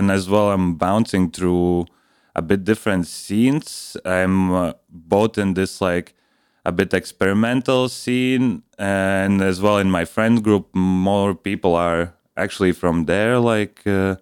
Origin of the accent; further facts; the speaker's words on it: Riga, Latvia; English is a second language; moved away as an adult; also born or lived in Liepāja, Latvia; now in Vilnius, Lithuania; I lived in Liepāja, actually, for 3 years. I grew up in Riga, but I studied in Liepāja